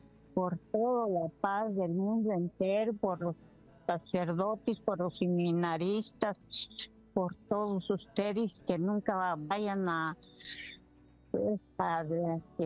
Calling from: Michoacán, Mexico; le llamo de Michoacán.

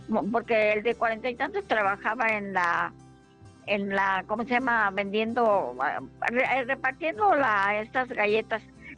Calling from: Morelia, Michoacán, Mexico; De aquí de Morelia, Michoacán.

